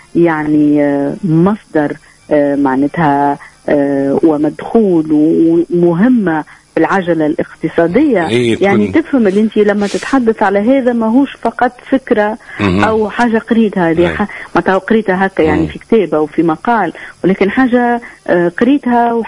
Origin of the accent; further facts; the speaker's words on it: Sousse, Sousse Governorate, Tunisia; احنا من سوسة يعني من الساحل